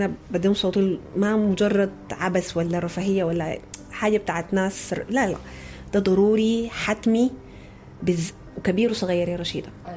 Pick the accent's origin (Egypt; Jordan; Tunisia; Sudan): Sudan; كثير مننا كسودانيين